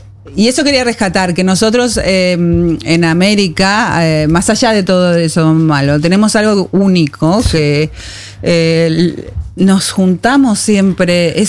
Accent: Uruguay; moved away; en Uruguay hace 13, 14

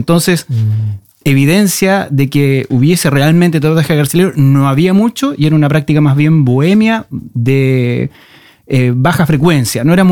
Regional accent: Chile; todos crecimos en Chile

